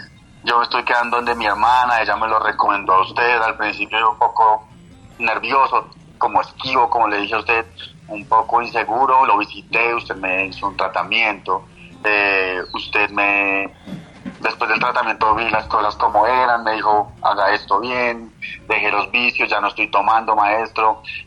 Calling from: La Vega, Cundinamarca, Colombia; yo lo llamo desde La Vega, Cundinamarca

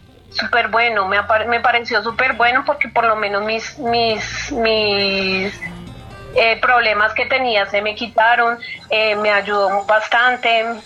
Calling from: Guaduas, Cundinamarca, Colombia; De Guaduas, Cundinamarca.

